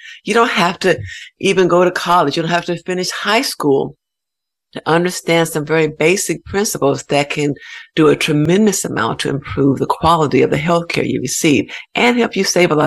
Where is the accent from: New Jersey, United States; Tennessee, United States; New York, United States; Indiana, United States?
Indiana, United States; Evansville; moved away as an adult; So I was born on Evans Avenue, and I lived in Evansville all of my life until I went to college.